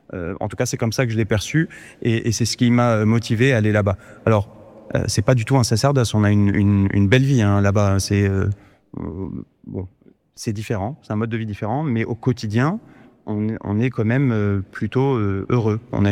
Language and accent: French; Nantes, Pays de la Loire, France; moved away as an adult; also born or lived in Paris; now in Iraq; je suis né en Irak en 90. Ma famille est arrivée en France en 91, donc je m'en souviens pas. Hein. Mais on s'est installé à Nantes, j'ai grandi à Nantes, et puis un peu à Paris sur la fin.